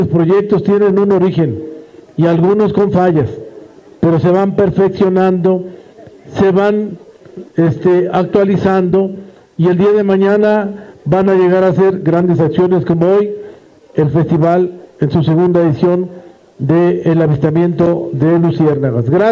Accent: Texcoco, State of Mexico, Mexico; los que somos de Texcoco

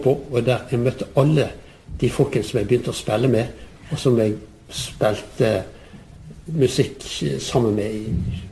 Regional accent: Bergen, Vestland, Norway; Og jeg er jo bergenser, men jeg kunne jo egentlig ha liksom gjerne skrevet nynorsk ut fra språket mitt

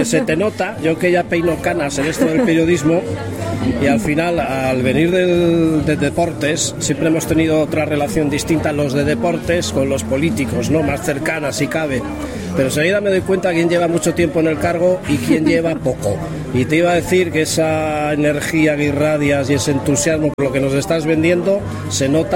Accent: San Sebastián, Basque Country, Spain; a mí que me encanta el ciclismo, como buen donostiarra

